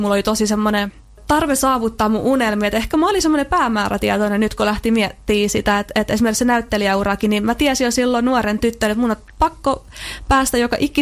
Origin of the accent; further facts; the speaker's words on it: Pori, Satakunta, Finland; accent: Pori dialect; also born or lived in Jyväskylä; Suurimman osa mun lapsuudesta mä oon viettänyt Meriporissa. Mä oon kasvanut käytännössä Uudessa Niityssä ja niin, kyllä Meripori on semmoinen, niin kun jos mä mietin mun lapsuutta, niin se Meripori on sitä mun huudia.